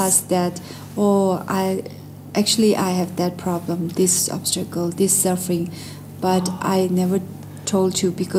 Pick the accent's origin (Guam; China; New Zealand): China; Lhasa, Tibet; English is a second language; Since then, we are settled in Lhasa. Oh, I see. And then I was born in Lhasa.